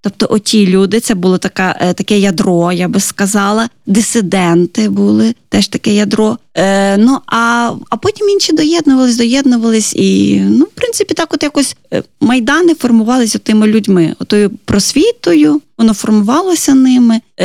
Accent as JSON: {"language": "Ukrainian", "region": "Lviv Oblast", "country": "Ukraine", "said": "Львівщина."}